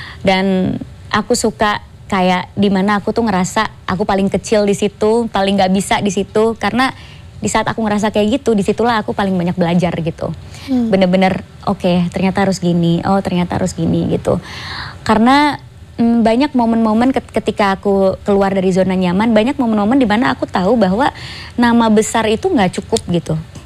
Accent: Maluku, Indonesia; Mungkin karena mendarah daging aku orang Maluku.

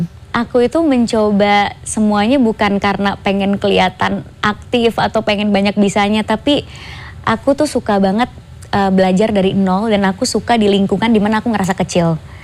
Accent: Maluku, Indonesia; Iya, aku orang Maluku.

